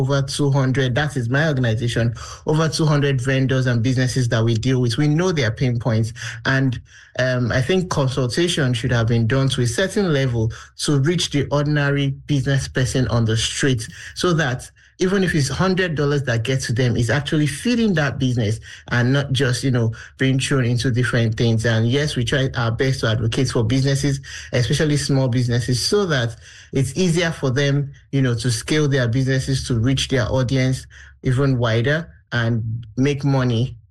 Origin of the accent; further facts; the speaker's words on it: Nigeria; as an African, I'm Nigerian